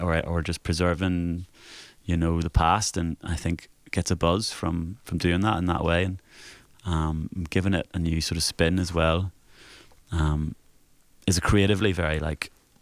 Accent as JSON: {"language": "English", "town": "Comber", "region": "Northern Ireland", "country": "United Kingdom", "moved": "yes", "said": "because I'm from Cumber originally"}